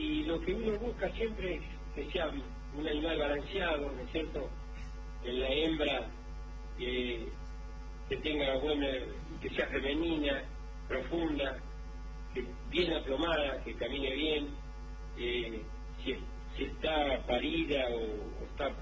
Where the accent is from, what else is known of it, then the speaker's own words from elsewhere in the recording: Benito Juárez, Buenos Aires Province, Argentina; also born or lived in Necochea; a los 8 años a mi padre lo trasladan a Juárez. Y bueno, a un campamento de vialidad, él trabajaba en vialidad.